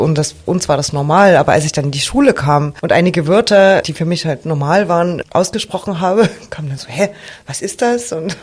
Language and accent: German; East Germany, Germany; Also kann man schon sagen, ich bin ein Ossi. Und ich bin stolz drauf.